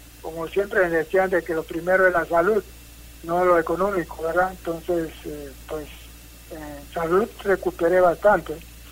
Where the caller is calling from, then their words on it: San Miguelito, Panamá, Panama; Acá de San Miguelito.